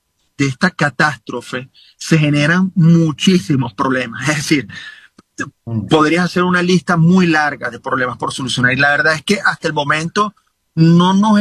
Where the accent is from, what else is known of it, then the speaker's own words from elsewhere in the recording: Venezuela; evidentemente todos somos médicos venezolanos, certificados, acreditados, y tenemos el libre derecho de ejercicio profesional.